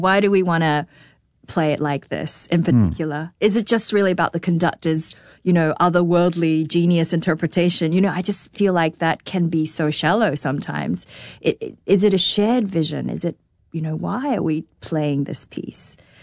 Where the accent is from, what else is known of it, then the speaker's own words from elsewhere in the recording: Auckland, New Zealand; I grew up in Auckland.